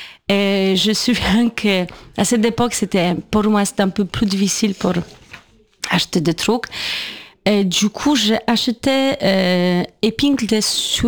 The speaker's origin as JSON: {"language": "French", "country": "Poland", "second_language": "French", "moved": "as an adult", "lives_now": "Paris, France", "said": "Du coup c'était soit j'apprends le français et je peux rester ici, soit je rentre en Pologne. Et voilà, et je restais."}